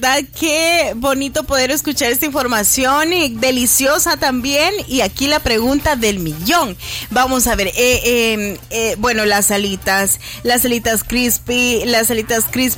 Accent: El Salvador; una que también como salvadoreños la disfrutamos todos los días.

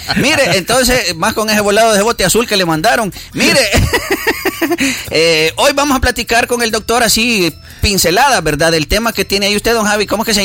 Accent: El Salvador; ahí todos somos salvadoreños, don Javi.

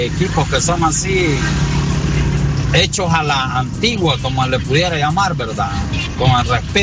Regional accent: San Salvador, El Salvador; born there; Nací en San Salvador

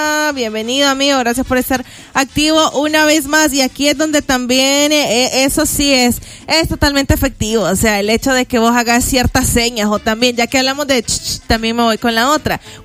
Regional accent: El Salvador; realmente hemos fallado como salvadoreños.

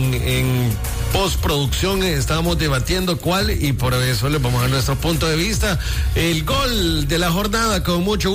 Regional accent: El Salvador; uno como salvadoreño se tiene que rebuscar

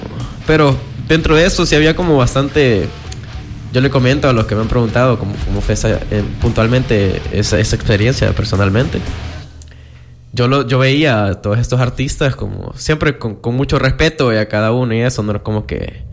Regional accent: El Salvador; somos una banda de El Salvador

